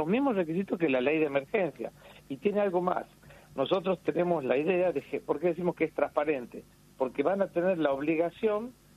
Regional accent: Salta, Argentina; yo soy de Salta, imagínense.

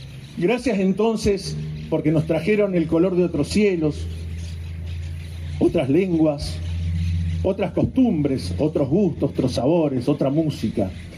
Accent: Argentina; tenemos la explicación de lo que somos la Argentina

